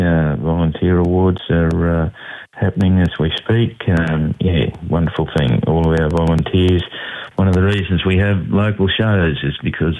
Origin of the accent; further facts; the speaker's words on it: Taroom, Queensland, Australia; It's one of the good little shows in central Queensland, my hometown